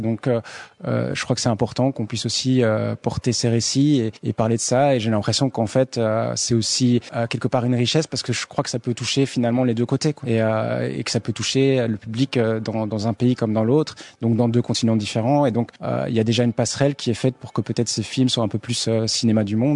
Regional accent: Belgium; born there

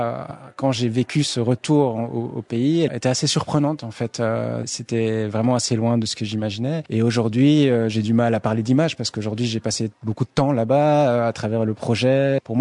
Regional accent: Belgium; born there; Moi, je suis né en Belgique, mon père est né au Rwanda

